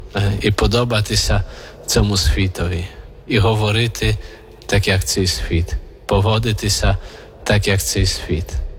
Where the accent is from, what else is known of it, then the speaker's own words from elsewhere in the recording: Warsaw, Masovian Voivodeship, Poland; moved away as an adult; now in Kyiv, Ukraine; я сам родом з Варшави, теж зі столиці.